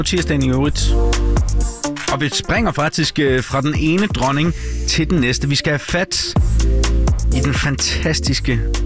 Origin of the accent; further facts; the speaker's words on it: Jutland, Denmark; ben plantet bundsolidt i den jyske muld, og det gør måske også, at jeg er lidt biased ved det, at jeg er jyde.